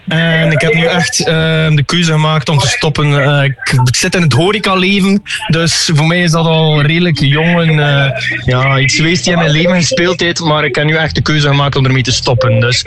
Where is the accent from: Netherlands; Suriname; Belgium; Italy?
Belgium; Kortemark, Flanders; Ik ben van Kortemark, dus eigenlijk het hartje van West-Vlaanderen.